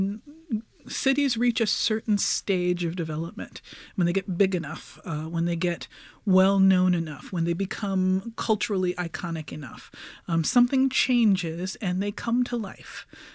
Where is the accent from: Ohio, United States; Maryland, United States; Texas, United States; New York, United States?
New York, United States; my own growing up in New York in the 80s